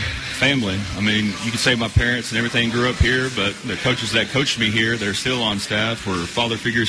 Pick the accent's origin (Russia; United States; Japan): United States; Denison, Texas; moved away as an adult; So I just thought if I could come back to my hometown